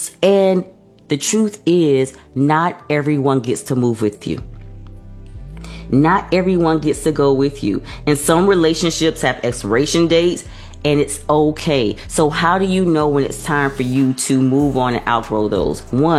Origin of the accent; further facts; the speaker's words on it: Miami, Florida, United States; most of you know I'm from Miami, Florida, and I grew up in, I lived in Liberty City.